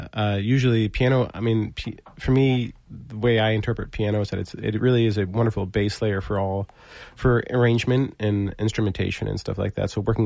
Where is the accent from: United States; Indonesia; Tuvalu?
United States; Syracuse, New York; now in Catskills, United States; I grew up outside Syracuse, New York.